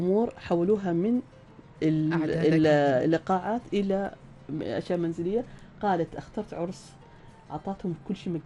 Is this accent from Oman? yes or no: yes; Salalah, Dhofar, Oman; عندنا في صلالة